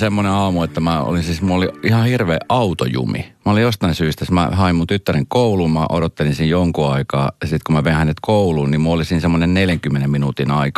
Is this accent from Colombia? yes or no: yes; Bogotá, Bogotá Capital District, Colombia; now in Finland; Kolumbiassa, Bogotassa, mistä mä oon lähtöisin